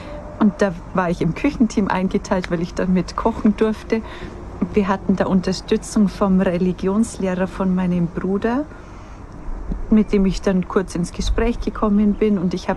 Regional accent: Pottenstein, Bavaria, Germany; bei uns in der Heimatpfarrei, ich komme aus Pottenstein, das ist nur Viertelstunde entfernt von Auerbach

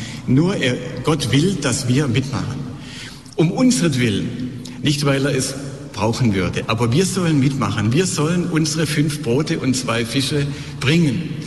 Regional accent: Stuttgart, Baden-Württemberg, Germany; In Stuttgart, meiner Heimatstadt, da hat man eingeführt Night Fever.

